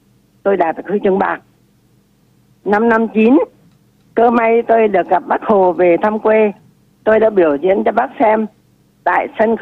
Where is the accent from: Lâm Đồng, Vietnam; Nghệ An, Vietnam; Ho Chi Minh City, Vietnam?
Nghệ An, Vietnam; Thai Hoa; Quê tôi ở Bình Lục, Hà Nam, bố mẹ tôi vào sinh sống ở Thái Hòa, Nghệ Đàn, Nghệ An. Tôi được sinh ra và lớn lên trên đất Nghệ.